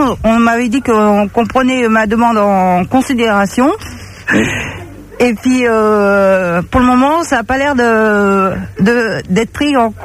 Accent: France; now in Dallas, United States; Entre parenthèses, je suis française, l'emmerdeuse de Dallas.

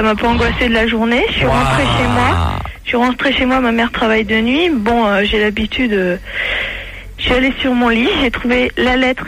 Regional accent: Cannes, Provence-Alpes-Côte d'Azur, France; Bah, Cannes, je t'ai déjà vu d'ailleurs.

